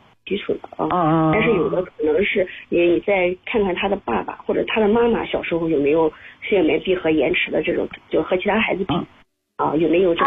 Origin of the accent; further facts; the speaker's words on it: Xuzhou, Jiangsu, China; 在我们徐州人里面